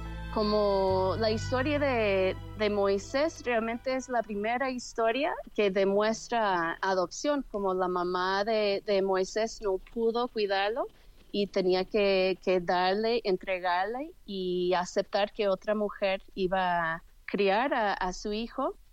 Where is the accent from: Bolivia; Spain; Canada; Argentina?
Canada; moved away as an adult; now in Guadalajara, Mexico; Vine aquí a Guadalajara, México, en el año 2006 para ser misionera, pero vengo de Canadá.